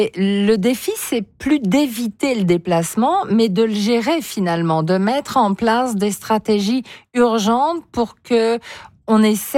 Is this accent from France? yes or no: no; Quebec, Canada; Quels sont les impacts proches de nous, chez nous, au Bas-Saint-Laurent?